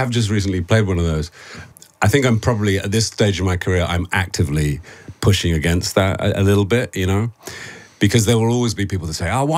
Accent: United Kingdom; and a healthy cynicism, I think, which is easy as a Brit, isn't it?

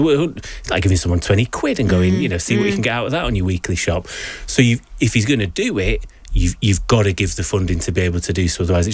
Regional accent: Stockport, North West England, United Kingdom; I grew up in Stockport in Greater Manchester

